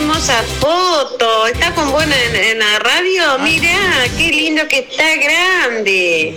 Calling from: Buenos Aires, Argentina; Yo no estoy en Concordia, estoy en Buenos Aires.

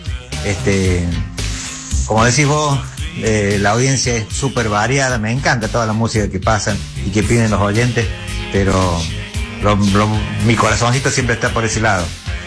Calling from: Argentina; soy de Alberdi

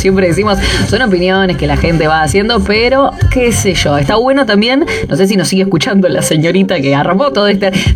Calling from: Rosario, Santa Fe, Argentina; Buen domingo, chicos … de Rosario.

